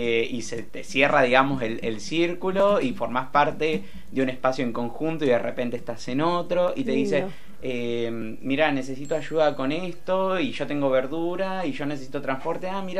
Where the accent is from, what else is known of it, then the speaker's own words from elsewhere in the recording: La Plata, Buenos Aires Province, Argentina; born there; Yo soy nacido en Villa Elvira